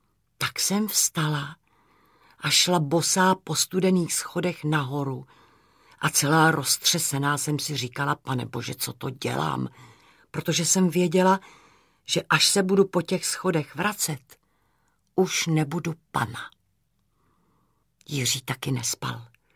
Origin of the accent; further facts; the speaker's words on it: Nymburk, Central Bohemian Region, Czechia; Já jsem vyrostla v Nymburce. Nymburk byl železniční uzel. Kdo nebyl zaměstnaný u dráhy, byl podezřelej.